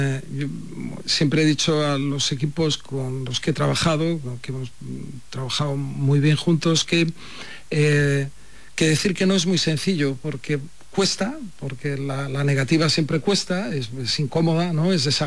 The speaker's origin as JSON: {"language": "Spanish", "town": "Marín", "region": "Galicia", "country": "Spain", "tie": "born there", "moved": "yes", "lives_now": "Madrid, Spain", "said": "Bueno, Marín es el sitio donde he nacido, es el sitio al que vengo siempre que puedo. Y sí, Marín, yo es más, siempre digo que ya he vivido más tiempo fuera de Marín que en Marín, pero Marín ha venido siempre conmigo, ¿no?"}